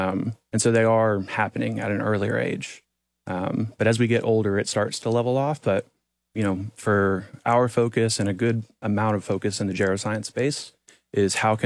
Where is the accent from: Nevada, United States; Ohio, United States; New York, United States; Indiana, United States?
Indiana, United States; also born or lived in Lexington, Kentucky / Pittsburgh, Pennsylvania; So I'm from Northwest Indiana. So I went to Purdue University for undergraduate and master's.